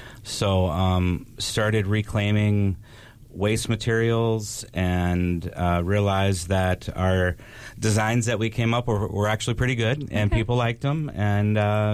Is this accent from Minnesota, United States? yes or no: yes; Little Falls, Minnesota, United States; We're from the Randall Little Falls area.